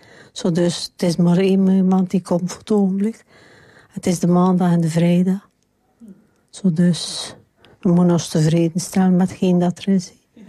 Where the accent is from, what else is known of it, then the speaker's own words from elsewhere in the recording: Oudenburg, West Flanders, Belgium; also born or lived in Westkerke; Ja, ik ben van Oudenburg.